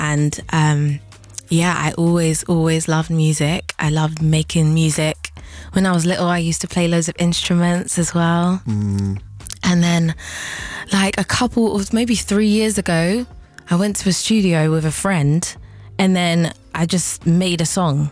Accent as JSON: {"language": "English", "region": "London", "country": "United Kingdom", "tie": "born or raised there", "also_born_or_lived": "Chiswick", "lives_now": "South London, United Kingdom", "said": "I'm from I was raised in Kilburn."}